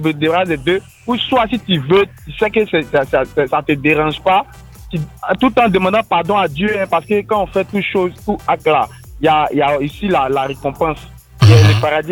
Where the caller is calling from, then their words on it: Abidjan, Côte d’Ivoire; J'habite à Yopougon.